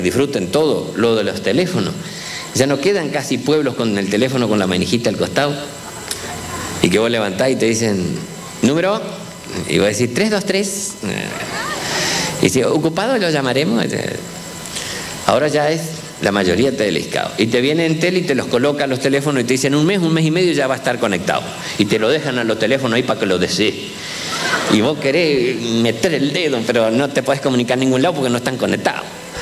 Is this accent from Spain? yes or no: no; Argentina